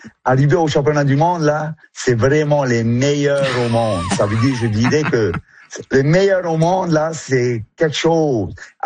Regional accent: French Polynesia; Ben, chez nous, en Polynésie, c'était une pirogu

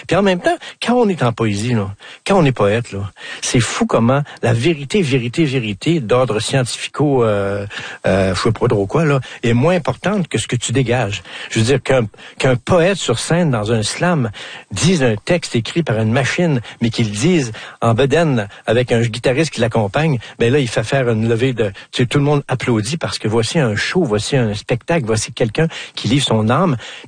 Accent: Quebec, Canada; accent: Quebec

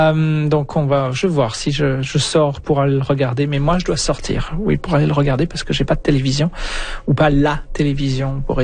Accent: France; born there; en France, là d'où je viens, de la région natale, c'est sur une faille sismique qui est plutôt calme en temps habituel

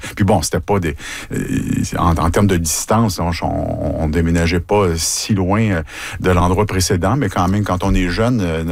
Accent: Montreal, Quebec, Canada; moi j'ai déménagé souvent dans ma jeunesse, j'habitais à Montréal

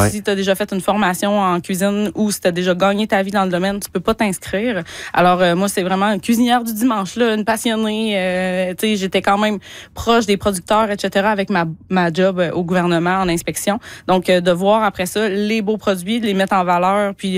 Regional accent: Quebec, Canada; Tu sais, moi, j'ai cuisiné de la viande sauvage toute ma vie, vu que je viens de l'Abitibi, en fait.

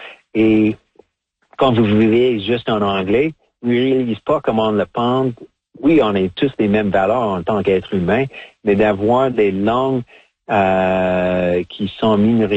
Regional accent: Saskatchewan, Canada; French is a second language; now in Manitoba, Canada; je suis un franco-manitobain d'option. Mais de penser quand même d'être une Première Nation de Saskatchewan

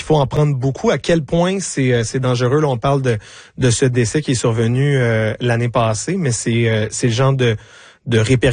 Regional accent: Quebec, Canada; chez nous au Québec

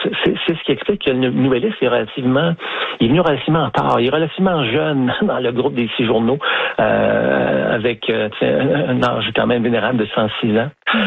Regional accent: Montreal, Quebec, Canada; faut que je dise que je suis un Montréalais.

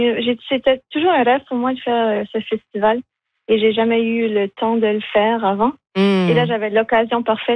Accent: Edmundston, New Brunswick, Canada; born there; also born or lived in Lac Baker; Oui, alors moi je suis née à Edmundston, mais j'ai toujours vécu mes étés ici au Lac Baker.

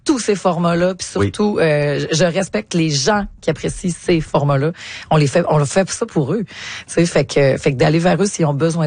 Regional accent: Jonquière, Quebec, Canada; on était quand même chez nous, on était à Jonquière

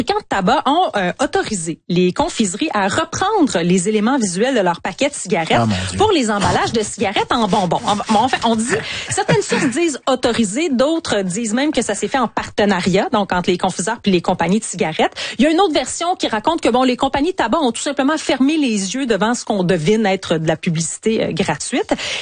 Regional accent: Canada; chez nous au Canada

